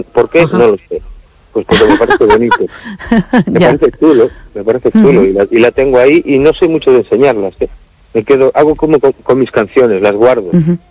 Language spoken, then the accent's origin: Spanish; Cangas, Galicia, Spain; de cuando vivíamos de mi infancia en Masó, allí en Cangas